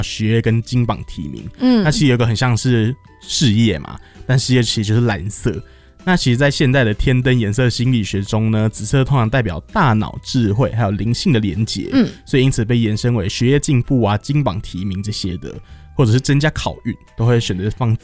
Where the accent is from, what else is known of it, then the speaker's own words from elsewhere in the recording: Taiwan; 我不能砸了我们台湾人的招牌。